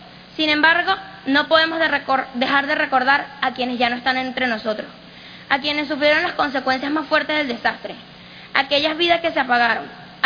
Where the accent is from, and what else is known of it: Venezuela